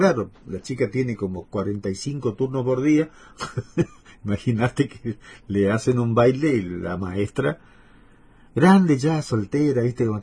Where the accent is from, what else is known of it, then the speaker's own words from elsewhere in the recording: Corrientes, Argentina; somos orgullosos los correntinos